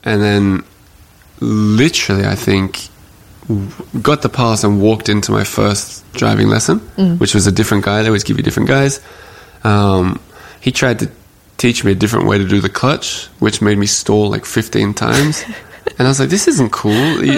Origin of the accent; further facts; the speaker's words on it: Australia; I've never driven in the snow. I'm Australian.